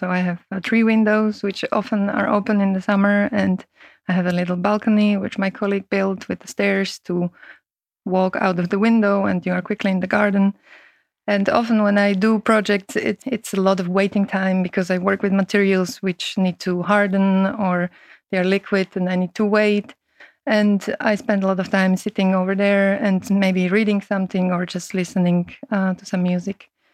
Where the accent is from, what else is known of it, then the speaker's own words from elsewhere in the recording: Slovakia; English is a second language; moved away; I come from Slovakia